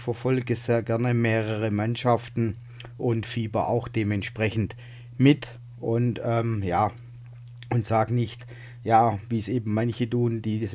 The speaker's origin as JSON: {"language": "German", "region": "Baden-Württemberg", "country": "Germany", "said": "ich komme aus dem Süden Deutschlands, aus dem schönen Baden-Württemberg. Man hört es vielleicht auch am Dialekt."}